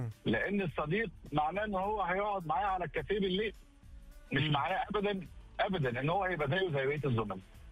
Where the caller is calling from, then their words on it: Dammam, Eastern Province, Saudi Arabia; أكلمك من الدمام.